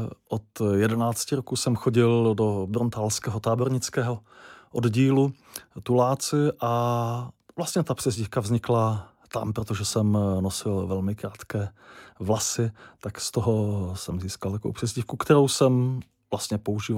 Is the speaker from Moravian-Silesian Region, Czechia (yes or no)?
yes; Bruntál, Moravian-Silesian Region, Czechia; Odkud pocházím, a vlastně některé ty texty vznikaly právě kousek za městem, za Bruntálem, takže ten odkaz je na Bruntál